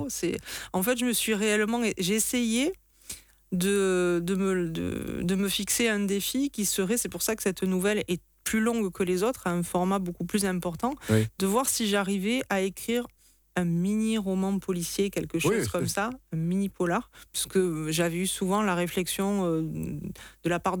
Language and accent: French; Occitanie, France; moved away as an adult; now in near Nîmes, France; Je suis donc originaire d'à côté de Béziers, qui est une ville où il y a une forte tradition taurine aussi.